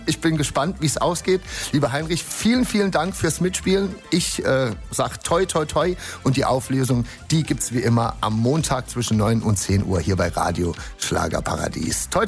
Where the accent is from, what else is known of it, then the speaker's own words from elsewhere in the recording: Saarland, Germany; ich als Saarländer